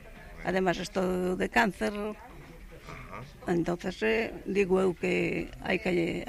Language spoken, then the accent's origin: Spanish; Noia, Galicia, Spain; Bueno, yo soy de la... para la de Noya.